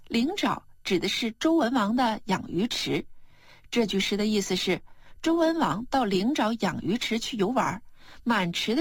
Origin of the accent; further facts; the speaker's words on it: China; 我们中国人爱鱼从7000多年前就开始了。